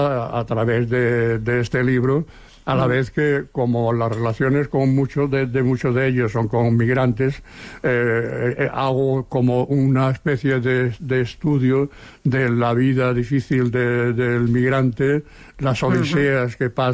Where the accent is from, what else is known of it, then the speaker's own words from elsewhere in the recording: Seville, Andalusia, Spain; now in Barcelona, Spain; cuando vinimos de Sevilla.